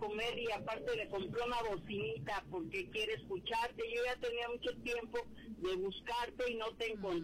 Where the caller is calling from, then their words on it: Mexico City, Mexico; Gustavo Amadero.